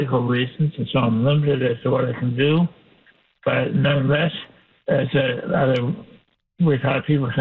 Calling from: Nova Scotia, Canada; Yes, I'm listening from North Coast.

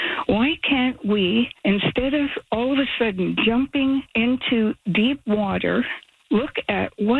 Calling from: Toronto, Ontario, Canada; here in Toronto

